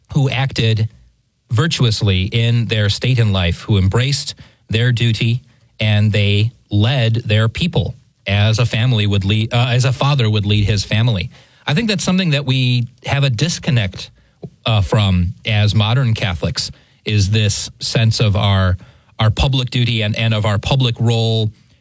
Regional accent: St. Louis, Missouri, United States; I'm from St. Louis, Missouri.

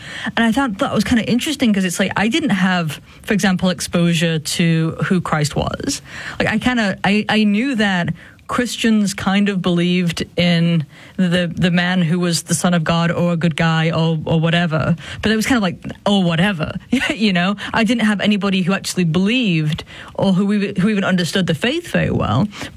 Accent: England, United Kingdom; I was growing up in England, and you over in the U.S.

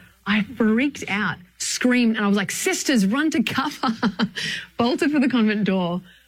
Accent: Australia; You know, I grew up in Australia, as you've figured out by now.

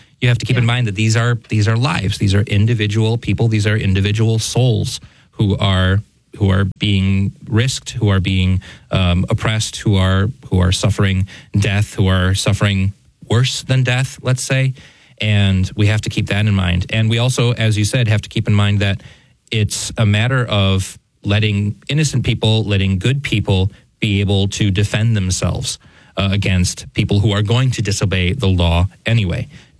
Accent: New York, United States; And this ruling out of the People's Republic of New York, my home state, thankfully says

